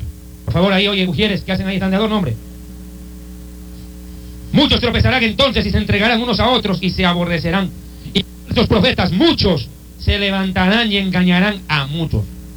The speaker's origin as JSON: {"language": "Spanish", "country": "Bolivia", "said": "en Cochabamba, Bolivia, en mi país."}